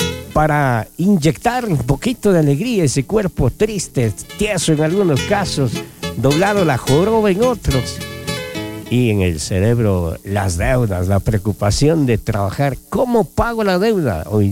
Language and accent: Spanish; Ecuador